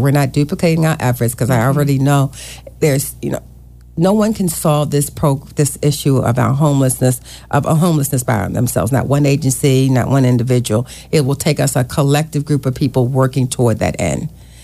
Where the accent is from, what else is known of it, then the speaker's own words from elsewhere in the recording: Baltimore, Maryland, United States; I grew up in Baltimore City